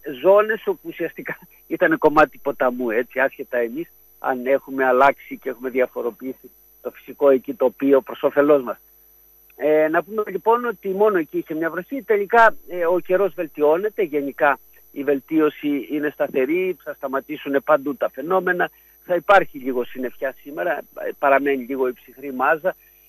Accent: Fourfouras, Crete, Greece; είναι από εκεί από τα μέρη μου στο Φουρφουράο

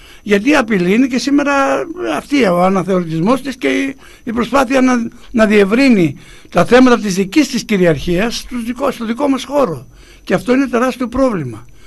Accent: Kos, South Aegean, Greece; Η Κόσα, ας πούμε, που είμαι το νησί μου

